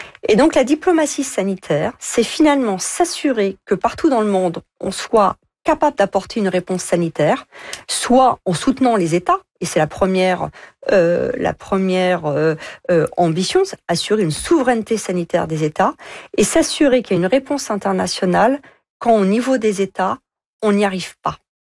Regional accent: France

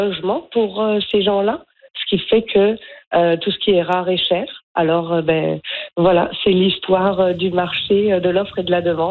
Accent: Quebec, Canada; alors moi pour ma part je suis venue du Québec

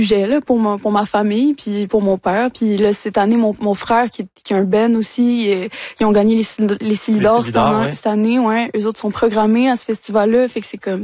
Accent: Quebec, Canada; je pense que en tant que québécoise, c'est pour moi c'est important

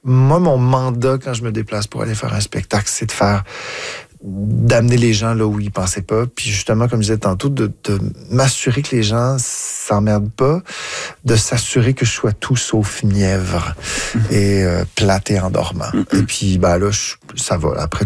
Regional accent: Ottawa, Ontario, Canada; J'ai grandi à Ottawa et j'ai vu les Franco-Ontariens se battre pour garder un hôpital francophone

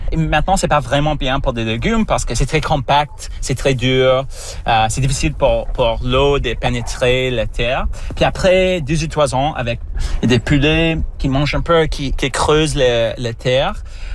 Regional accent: Toronto, Ontario, Canada; now in France; comme je viens de Toronto, j'ai commencé à travailler avec le vignoble Promoisette.

